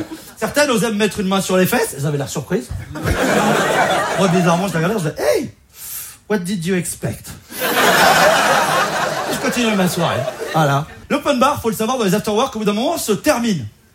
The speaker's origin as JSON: {"language": "French", "region": "Auvergne-Rhône-Alpes", "country": "France"}